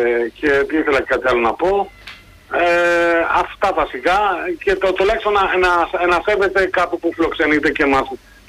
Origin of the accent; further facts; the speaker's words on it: Rafina, Attica, Greece; από τη Ραφίνα, είμαι Ολυμπιακός.